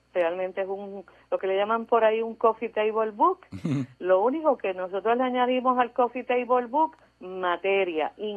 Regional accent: Barranquitas, Puerto Rico; Siempre yo me he sentido identificada con mi pueblito, Barranquitas.

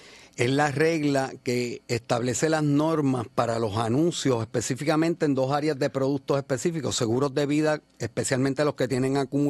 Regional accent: Puerto Rico; mi madre tiene 84 años, o sea, que son los viejos de Puerto Rico y somos de Morón, los jíbaros mayores de edad

